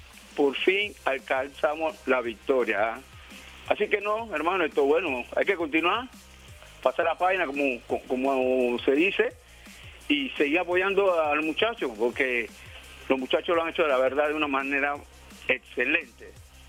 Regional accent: Panama; Pero yo como panameño, realmente sumamente contento, feliz con mi selección

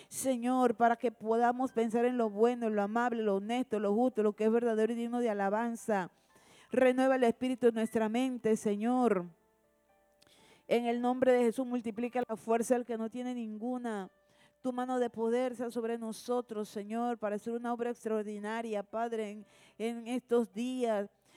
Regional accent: Panama; Somos panameños

